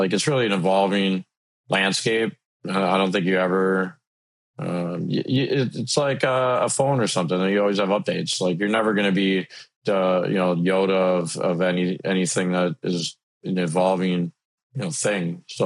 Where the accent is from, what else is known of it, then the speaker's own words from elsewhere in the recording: Minneapolis, Minnesota, United States; You know, I'm from Minnesota, so Minneapolis, St. Paul, our consulate is Chicago.